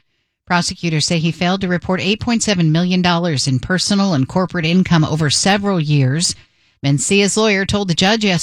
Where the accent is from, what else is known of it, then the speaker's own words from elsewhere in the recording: California, United States; We said, we're from the U.S. We're from California.